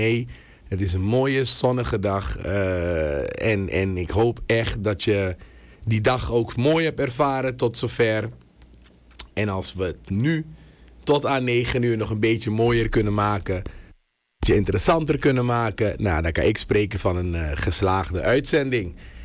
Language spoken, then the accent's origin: Dutch; Suriname; hoe gaan wij als Surinamers om met feedback?